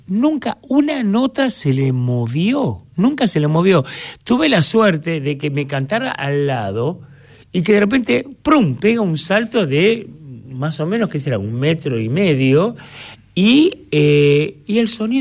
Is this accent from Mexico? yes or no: no; Argentina; somos argentinos